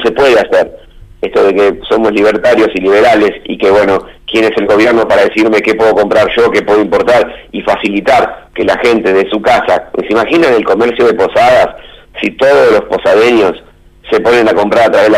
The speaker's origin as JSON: {"language": "Spanish", "country": "Argentina", "said": "Todos sabemos cómo somos los argentinos."}